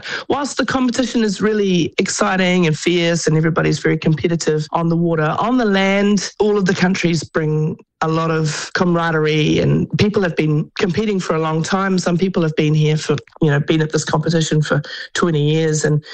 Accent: New Zealand

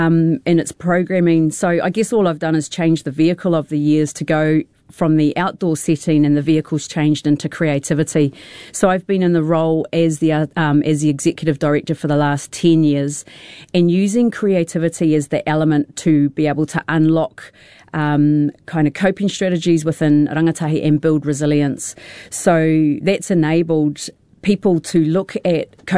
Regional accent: Whakatane, Bay of Plenty, New Zealand; I grew up in Whakatane, just a little township on the east coast of the North Island, for those of you that don't know it.

